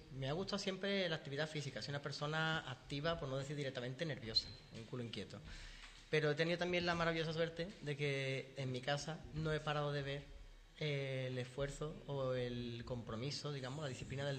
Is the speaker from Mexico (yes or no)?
no; Sanlúcar de Barrameda, Andalusia, Spain; born there; also born or lived in El Puerto de Santa María; nací en el puerto de Santa María.